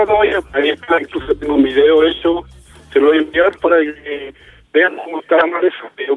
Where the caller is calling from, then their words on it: Talcamávida, Biobío, Chile; estoy llamando de Talcamavia.